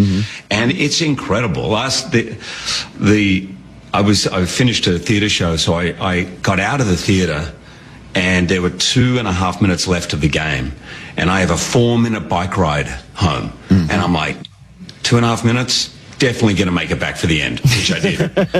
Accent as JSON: {"language": "English", "country": "Australia", "tie": "born or raised there"}